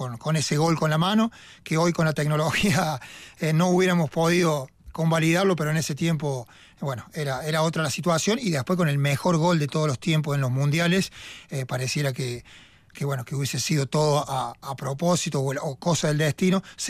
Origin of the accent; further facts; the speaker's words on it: Argentina; para mí como argentino